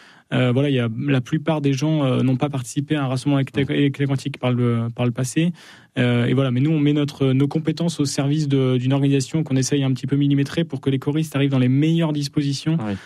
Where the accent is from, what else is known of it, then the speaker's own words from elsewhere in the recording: Chambéry, Auvergne-Rhône-Alpes, France; Mais j'en suis, je viens de Chambéry.